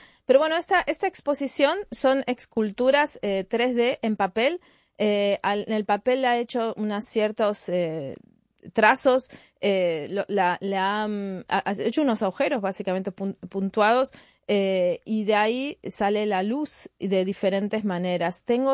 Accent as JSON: {"language": "Spanish", "country": "French Polynesia", "said": "Yo soy de Tahití, de la Polinesia, así que también traigo unos motivos japoneses de sashiko y diferentes formas de comprender las diferentes culturas sin apropiarse de la cultura."}